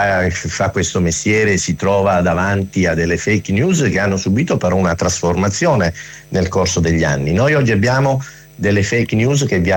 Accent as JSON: {"language": "Italian", "town": "Rome", "region": "Lazio", "country": "Italy", "lives_now": "Rome and Catania, Italy", "said": "io sono romano, come diceva lei giustamente, vivo tra Roma e Catania dove lavoro"}